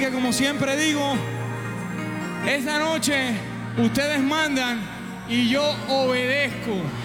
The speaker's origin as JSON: {"language": "Spanish", "country": "Puerto Rico", "said": "Así le decimos en mi tierra, allá en Puerto Rico."}